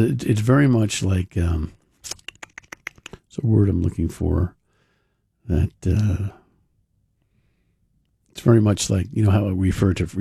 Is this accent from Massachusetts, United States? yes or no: no; Cumberland, Rhode Island, United States; my hometown of Cumberland